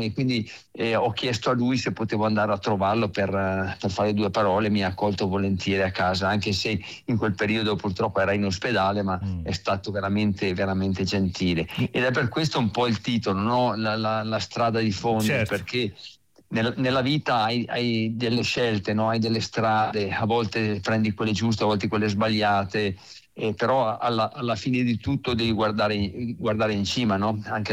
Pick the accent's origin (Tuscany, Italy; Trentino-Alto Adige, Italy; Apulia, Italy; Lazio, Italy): Trentino-Alto Adige, Italy; A parte che Trento, il Trentino è la mia terra